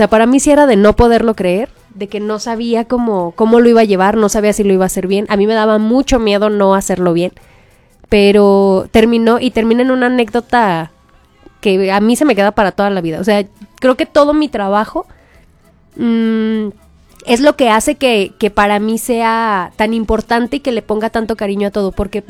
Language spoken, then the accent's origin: Spanish; Fresnillo, Zacatecas, Mexico; yo soy de Fresnillo. No digo que soy de Zacatecas, yo siempre digo, yo soy de Fresnillo.